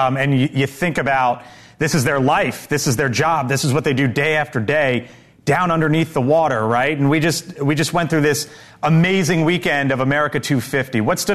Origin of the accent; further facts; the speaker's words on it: Florida, United States; moved away; also born or lived in Michigan; As someone who was born and raised in Florida and lived in 4 years in Michigan